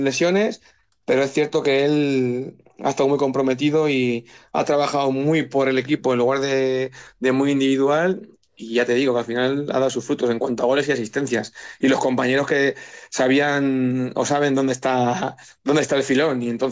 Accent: Toledo, Castilla-La Mancha, Spain; Yo al final soy toledano y al final y toledano de capital, o sea, nada de Talavera, nada de cosas raras, o sea, toledano de Toledo.

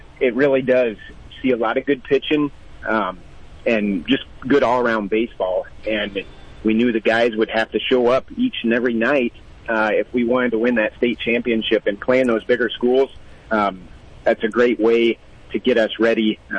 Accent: Iowa, United States; I grew up in Southwest Iowa, a big baseball town down there, and grew up playing baseball.

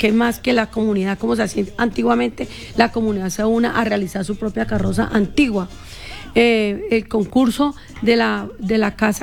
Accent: Huila, Colombia; somos esencia tradicional huilense, eso es lo que nos hace lindos para todos los de Huila

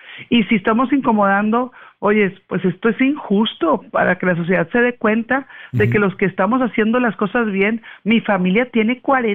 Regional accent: Sinaloa, Mexico; aquí está el resto de mi familia, aquí me enseñaron a mí a amar mi tierra.

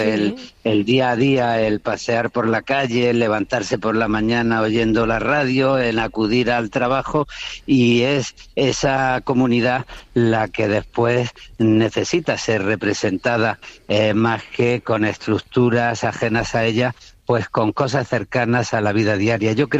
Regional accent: Granada, Andalusia, Spain; yo como andaluz y de Granada, pues siempre he dicho que no es que los andaluces hablemos peor que los castellanos

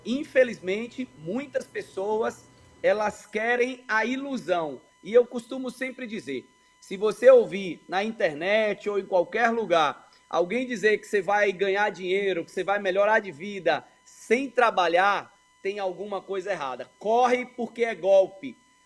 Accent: Bahia, Brazil; como baiano que sou

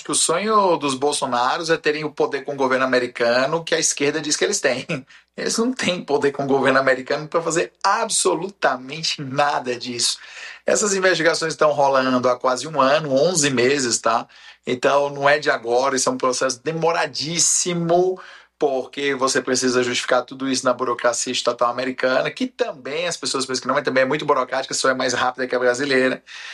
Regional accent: Fortaleza, Ceará, Brazil; Então, eu sou de Fortaleza

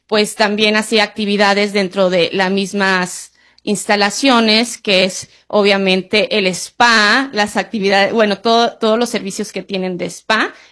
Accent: Mexico; soy mexicana.

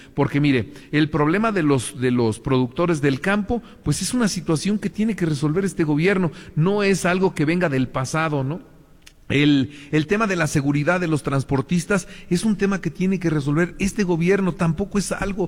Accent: Mexico; nosotros como mexicanos

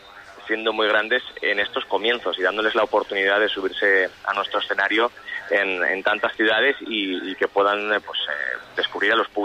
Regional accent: Castile and León, Spain; lo importante es alimentarse con botillo del Bierzo, de mi tierra

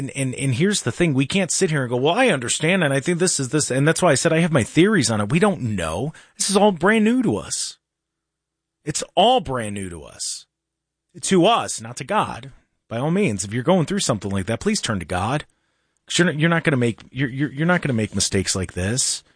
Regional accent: Lodi, Ohio, United States; Maybe because I grew up in Lodi and like Southern Medina County, maybe it was like an old fashioned upbringing.

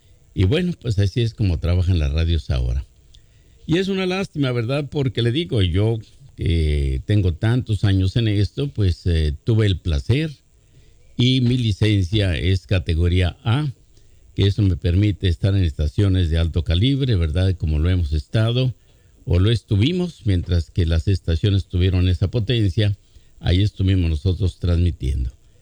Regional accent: Durango, Mexico; now in Los Angeles, United States; yo soy de Durango, yo escucho la radio, los programas, yo los transmito desde por acá, desde Los Ángeles, California, todos los días.

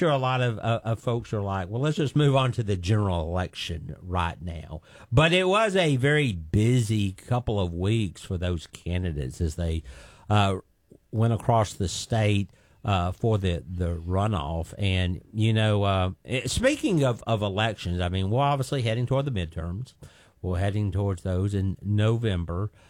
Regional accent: Huntsville, Alabama, United States; I was born in Huntsville, so a lot of us Huntsvillians were extremely proud

